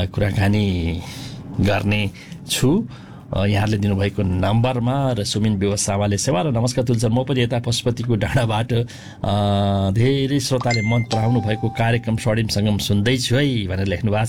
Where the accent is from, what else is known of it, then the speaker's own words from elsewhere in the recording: Ilam district, Koshi Province, Nepal; moved away; यो पुल चाहिँ मेरो गाउँ, मेरो जन्मस्थान र सुलबुङलाई जोड्ने, अर्थात् इलाम सदरमुकाम जानुपर्दा पहिला हामी यही पुल तरेर चाहिँ इलाम जानुपर्थ्यो।